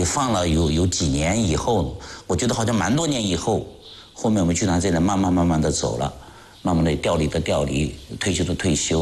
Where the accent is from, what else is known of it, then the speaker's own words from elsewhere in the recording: Yongxing, Jiangxi, China; 我呢从小在永兴长大，喝永兴的水，吃永兴的饭